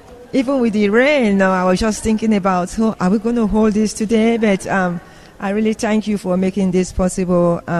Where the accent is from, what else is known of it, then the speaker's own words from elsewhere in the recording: Nigeria; moved away; You can tell I'm Nigerian